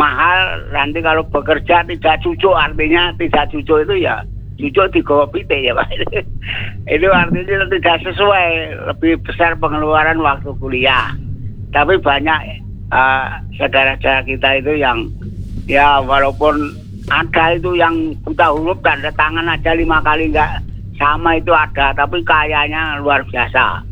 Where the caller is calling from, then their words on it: Central Java, Indonesia; kehidupan di Wonogiri itu hampir sama dengan daerah saya Jumapolo.